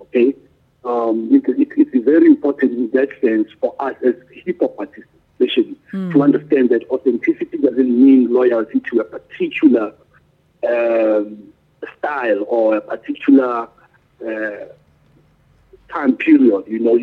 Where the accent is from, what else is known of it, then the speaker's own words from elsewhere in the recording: South Africa; Growing up in South Africa, man, will humble you.